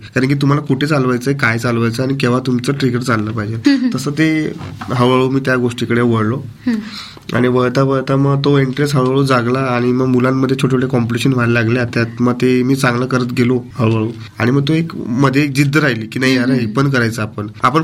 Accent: Jalgaon, Maharashtra, India; born there; also born or lived in Mumbai; हो, मी जळगावच आहे.

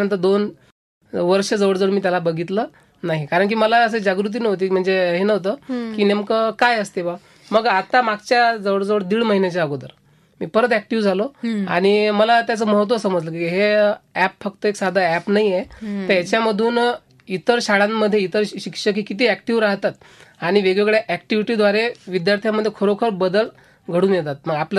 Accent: Akola district, Maharashtra, India; moved away as an adult; now in Nandgaon, India; मी तसा मूळचा अकोला जिल्ह्याचा.

